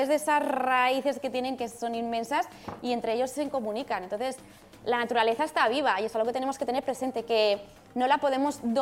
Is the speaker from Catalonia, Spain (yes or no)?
yes; Alpicat, Catalonia, Spain; Nací allá en Alpicat. Alpicat, que es un pueblecito de Lleida maravillosa.